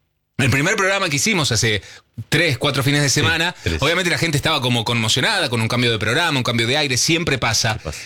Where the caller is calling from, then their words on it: General Roca, Río Negro, Argentina; Hola, Marito … de General Roca, Río Negro.